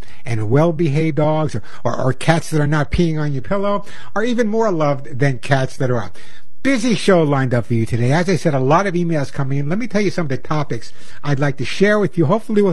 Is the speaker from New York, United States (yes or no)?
yes; New York, United States; I grew up on Long Island. I know I lost my accent, but I grew up on Long Island. I'm a New Yorker originally